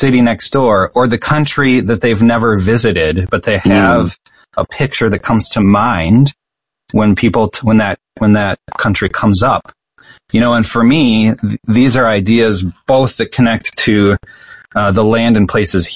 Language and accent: English; United States; our own community, you know, as American Christians